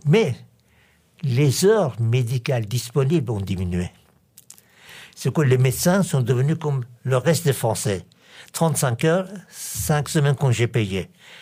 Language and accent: French; Iran; French is a second language; now in France; il y a des Français d'origine breton, des Français d'origine corse, mais je suis un Français d'origine iranien.